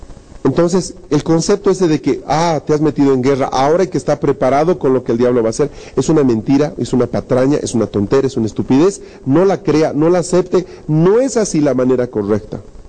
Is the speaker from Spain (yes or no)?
no; Bolivia